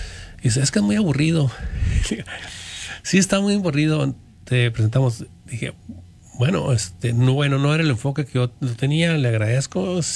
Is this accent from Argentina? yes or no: no; Delicias, Chihuahua, Mexico; now in Wisconsin, United States; vengo de, vamos a decir, ¿de dónde vengo yo? De Chihuahua, delicia